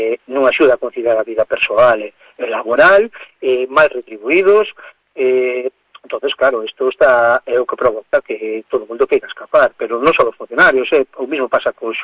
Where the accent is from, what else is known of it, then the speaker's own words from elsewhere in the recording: Carballo, Galicia, Spain; Salvo que somos de Carballo e arredores, como é o meu caso, que sí que queremos vivir na nosa zona